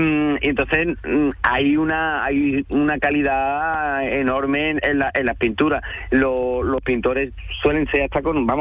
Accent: Écija, Andalusia, Spain; yo soy de Écija, ¿no?

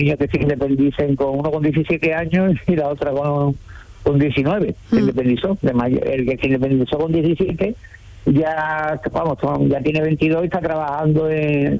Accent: Montequinto, Andalusia, Spain; Yo soy de toda la vida de Dios, de Montequinto.

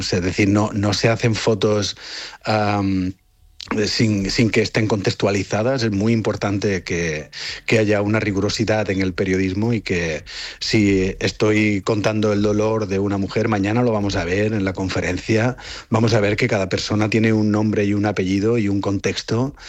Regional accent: Spain; porque somos españoles

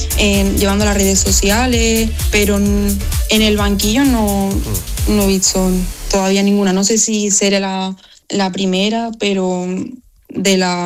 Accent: Seville, Andalusia, Spain; moved away as an adult; also born or lived in England; now in Bulgaria; ves a todo el mundo de allí de Sevilla viendo los pasos y me encantaría poder estar allí, pero también gracias a ello pues puedo vivirlo desde aquí, desde Bulgaria

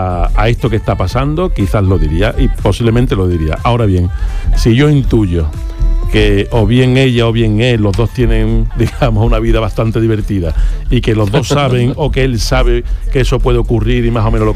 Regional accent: Utrera, Andalusia, Spain; Yo soy de Utrera, la gente de Utrera no tengo barco.

